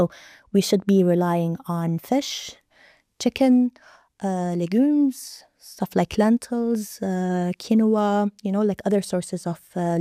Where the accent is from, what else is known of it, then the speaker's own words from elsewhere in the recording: Lebanon; We are proudly Mediterraneans as Lebanese, okay?